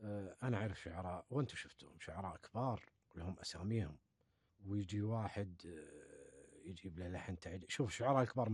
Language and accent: Arabic; Kuwait; نحن نتكلم عندنا في الكويت